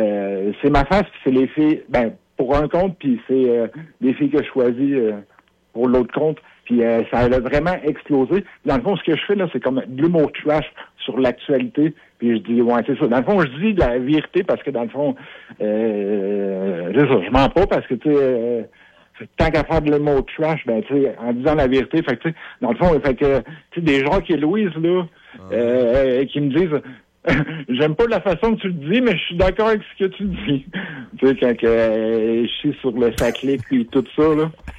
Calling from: Quebec, Canada; accent: Québécois; je suis un Québécois, moi

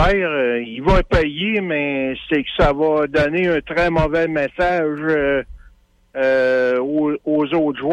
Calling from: Quebec City, Quebec, Canada; Moi, je viens de Québec.

